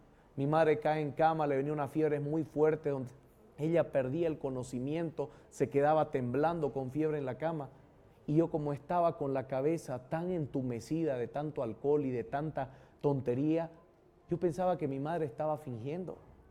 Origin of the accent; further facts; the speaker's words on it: Bolivia; de la Orden de Predicadores, soy de Bolivia.